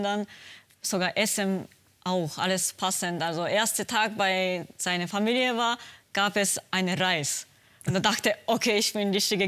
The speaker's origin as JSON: {"language": "German", "country": "Japan", "second_language": "German", "moved": "as an adult", "lives_now": "Germany", "said": "erste Frage war, ja, woher kommen Sie? Japan oder China oder wie oder was. Und dann sage ich Japan"}